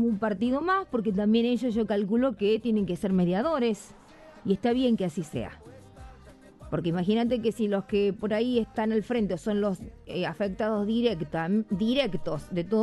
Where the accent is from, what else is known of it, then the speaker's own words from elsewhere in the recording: Argentina; Scaloni es nuestro, todos los demás también son nuestros. Todos, sí, todos, chicas, todos son nuestros. Somos argentinos.